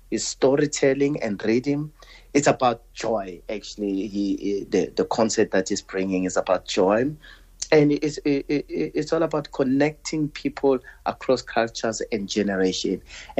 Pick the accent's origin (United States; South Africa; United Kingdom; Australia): South Africa; as a South African producer